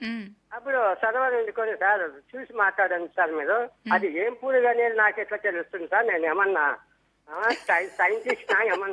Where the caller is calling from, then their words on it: Anantapur, Andhra Pradesh, India; నేను అనంతపూర్ ఆర్టిస్ట్ నుంచి